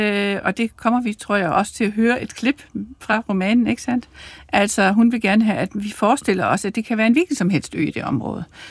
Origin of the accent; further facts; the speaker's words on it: Schleswig-Holstein, Germany; Jeg er opvokset i Sydslesvig, det vil sige den nordligste del af Tyskland. Og jeg er opvokset i det danske mindretal i Tyskland. Og det er jo et område med mange... Et flersproget område. Det har været et flersproget område altid. Med dansk og tysk og plattysk og frisisk.